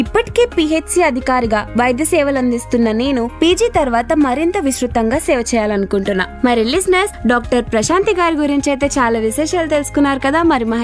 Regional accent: Macherla, Andhra Pradesh, India; మాది గుంటూరు జిల్లా మాచెల్ల. నాన్న వెంకటేష్, ఆర్ఎంపి డాక్టర్.

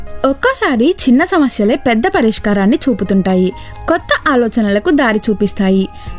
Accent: Mahbubnagar, Telangana, India; moved away as an adult; now in Hyderabad, India; మాది మహబూబ్ నగర్. నేను BSc home science చేసేందుకు హైదరాబాద్ వచ్చా. చదువైన కొన్నాళ్ళకే పెళ్లి కావడంతో ఇక్కడే స్థిరపడ్డాం.

